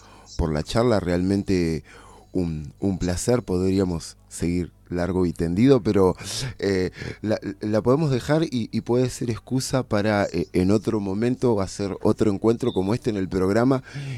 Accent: Montevideo, Uruguay; now in Argentina; Yo soy uruguayo de Montevideo, ahora vivo acá hace años en Argentina

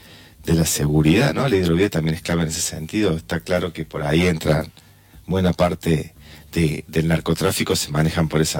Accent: Argentina

